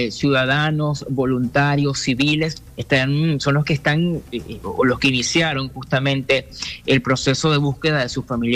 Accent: Venezuela; mis connacionales venezolanos

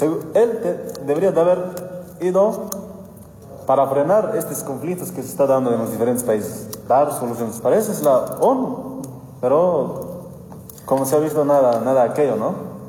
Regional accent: Bolivia

